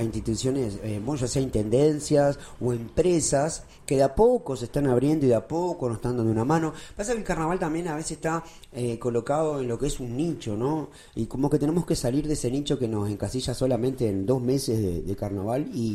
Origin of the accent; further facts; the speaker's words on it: Uruguay; mi querido barrio Ceibal, yo soy de Ceibal.